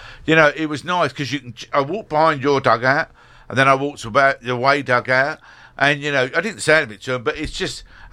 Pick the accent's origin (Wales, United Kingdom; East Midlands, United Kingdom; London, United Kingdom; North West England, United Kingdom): London, United Kingdom; moved away; I'm sitting here as a Londoner